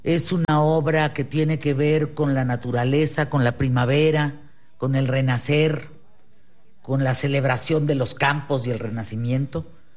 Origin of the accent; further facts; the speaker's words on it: Chihuahua, Mexico; Chihuahua, el país. Chihuahua, mi tierra.